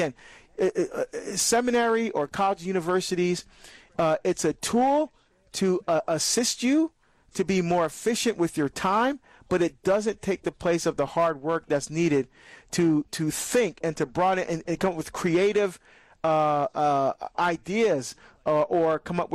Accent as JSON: {"language": "English", "region": "New Jersey", "country": "United States", "tie": "born or raised there", "said": "my home state of New Jersey"}